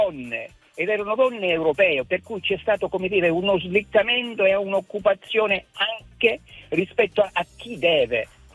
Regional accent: Calabria, Italy; moved away; giù nella mia terra in Calabria

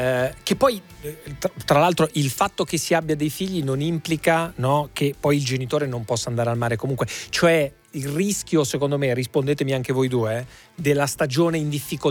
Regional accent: Liguria, Italy; now in Milan, Italy; ormai c'ho la mentalità milanese, scusate, pur essendo ligure come te

